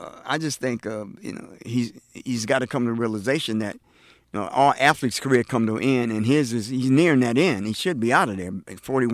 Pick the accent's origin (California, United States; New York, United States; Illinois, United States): New York, United States; being a New Yorker